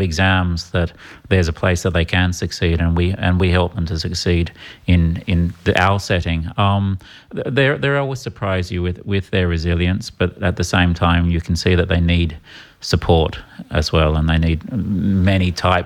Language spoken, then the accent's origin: English; Perth, Western Australia, Australia; moved away; I'm from Perth, Australia. Ah, I've been here about 26 years now.